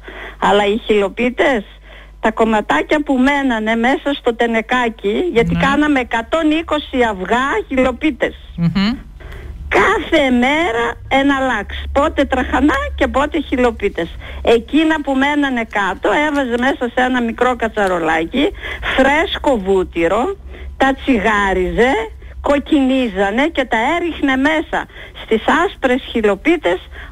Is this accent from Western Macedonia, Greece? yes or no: yes; Amyntaio, Western Macedonia, Greece; moved away; εγώ κατάγομαι από το Αμίνδεο